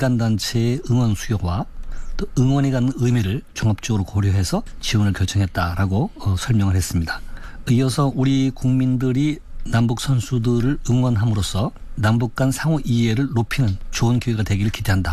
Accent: Pyongyang, North Korea; 하나님, 북한 평양에 연고를 둔 내 고향 여자축구단이 대한민국 수원을 방문하여

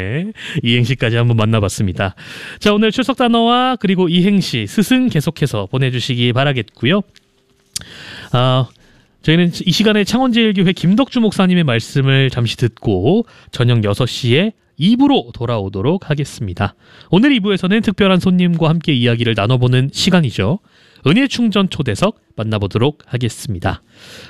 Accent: Chungcheong, South Korea; 저는 충청도 사람이기 때문에

